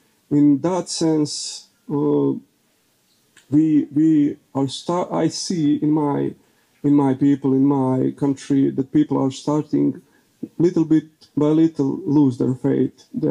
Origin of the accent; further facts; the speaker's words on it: Herzegovina, Bosnia & Herzegovina; English is a second language; my Croatian people here in Bosnia and Herzegovina